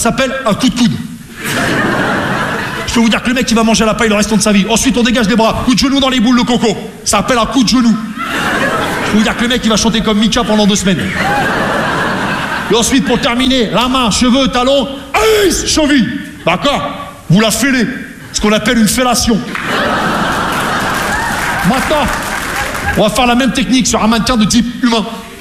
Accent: Rouen, Normandy, France

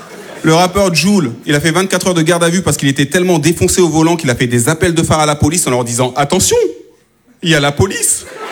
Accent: France; born there; madame, si je parle bien français, c'est peut-être parce que je suis né en France, vieille conne.

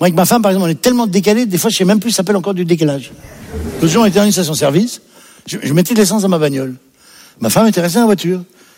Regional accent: Paris, Île-de-France, France; Et là, elle m'a dit, tu es d'où? J'ai dit, je suis de Paris.

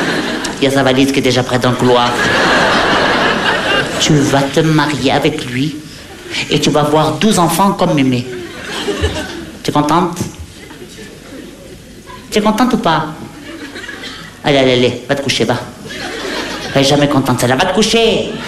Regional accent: Hauts-de-France, France; Mais non. Je suis du Pas-de-Calais. C'est Pas-de-Calais.

